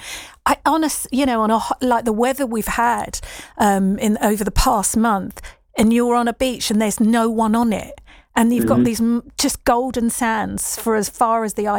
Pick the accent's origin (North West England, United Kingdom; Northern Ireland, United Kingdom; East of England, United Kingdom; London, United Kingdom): East of England, United Kingdom; moved away; I spent a lot of my formative years in Norfolk, growing up in and around Norfolk, but hadn't really been back as an adult enough.